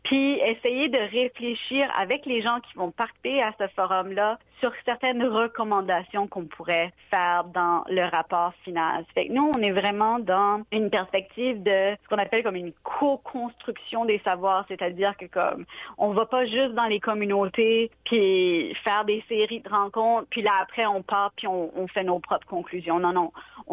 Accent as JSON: {"language": "French", "town": "Moncton", "region": "New Brunswick", "country": "Canada", "tie": "born or raised there"}